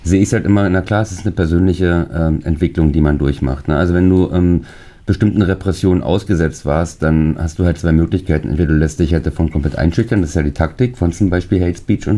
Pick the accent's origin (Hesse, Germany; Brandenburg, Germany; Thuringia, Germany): Brandenburg, Germany; Brandenburg an der Havel; moved away as an adult; now in Potsdam, Germany; Ich bin in Brandenburg-Havel geboren